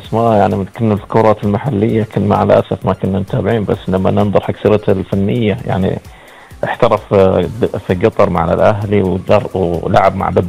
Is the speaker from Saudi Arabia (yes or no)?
yes; Saudi Arabia; يمكن التوقف حنا كسعوديين استمتعنا فيه في كأس الخليج